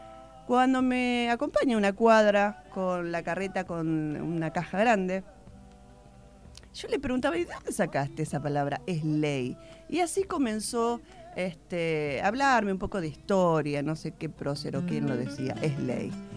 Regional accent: San Lorenzo, Santa Fe, Argentina; porque nosotros que somos de San Lorenzo y que vivimos ahí

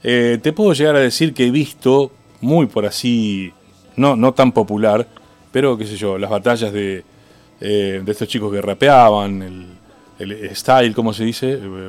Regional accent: Argentina; somos prejuiciosos los argentinos

